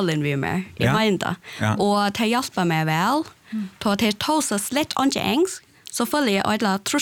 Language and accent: Swedish; Thailand; Swedish is a second language; moved away as an adult; now in Sweden; Jag är från Thailand.